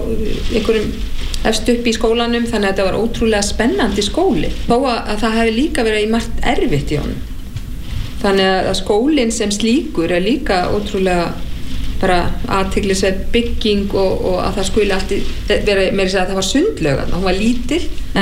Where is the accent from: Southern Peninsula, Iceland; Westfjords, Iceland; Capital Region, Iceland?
Capital Region, Iceland; Reykjavík; Ég held að einhvers staðar hafi mér þótt að líka ákveðin lúxus að alast upp á Laugaveginum.